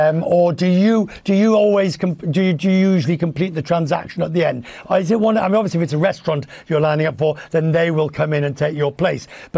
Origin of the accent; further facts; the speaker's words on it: England, United Kingdom; As an Englishman, it is in my DNA.